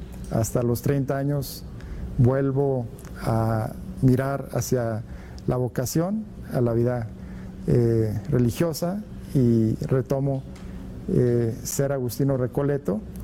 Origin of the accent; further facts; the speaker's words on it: Capilla de Guadalupe, Jalisco, Mexico; mi pueblo, Capilla Guadalupe, Jalisco, soy oriundo de Jalisco